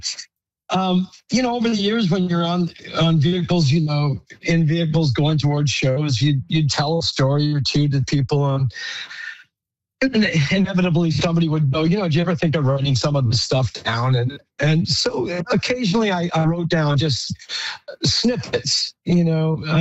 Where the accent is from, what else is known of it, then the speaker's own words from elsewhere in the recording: Regina, Saskatchewan, Canada; I come from Regina, where there wasn't a whole lot of blues players in town